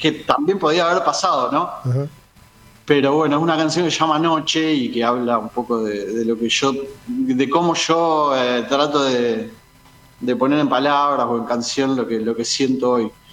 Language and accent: Spanish; La Plata, Buenos Aires Province, Argentina; soy de La Plata